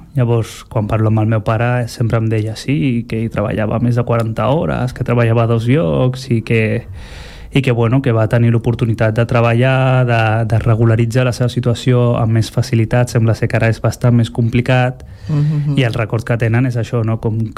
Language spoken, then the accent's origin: Catalan; Barcelona, Catalonia, Spain; born there; also born or lived in Nador, Morocco; Jo vaig néixer al Marroc i vaig venir aquí amb 2 anys.